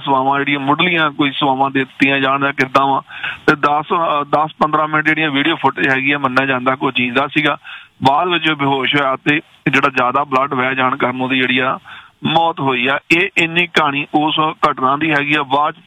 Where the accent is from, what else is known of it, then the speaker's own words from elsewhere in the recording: Punjab, India; born there; moved away; ਪਰ ਕਿਉਂਕਿ ਸਾਡੀ ਧਰਤੀ ਹੈ ਜੀ, ਅਸੀਂ ਜੰਮੇ ਪਲੇ ਹੈਗੇ ਹਾਂ